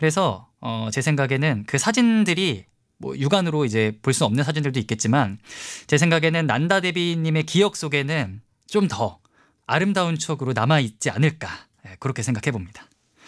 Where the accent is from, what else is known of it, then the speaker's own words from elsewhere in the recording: Ulsan, South Korea; born there; moved away; 제가 사실 태어난 곳이 울산입니다.